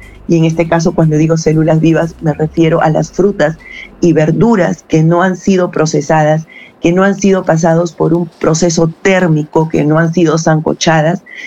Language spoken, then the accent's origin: Spanish; Peru